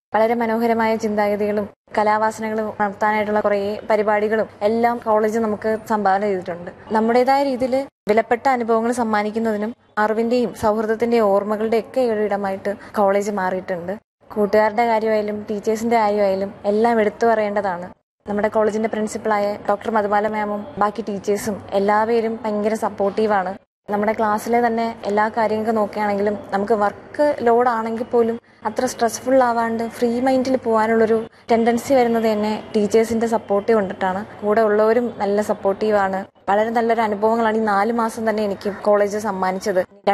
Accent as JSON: {"language": "Malayalam", "town": "Thiruvananthapuram", "region": "Kerala", "country": "India", "tie": "born or raised there", "said": "ഞാൻ തിരുവനന്തപുരം സ്വദേശിനിയാണ്."}